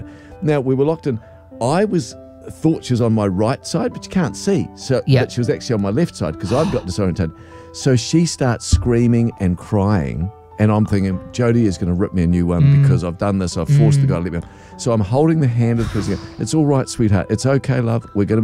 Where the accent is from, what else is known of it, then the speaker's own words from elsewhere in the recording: New Zealand; we're from New Zealand